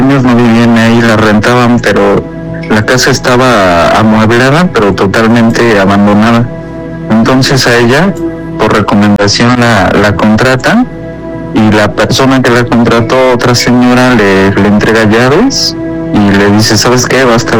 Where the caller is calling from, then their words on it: Naucalpan, State of Mexico, Mexico; De Naucalpan.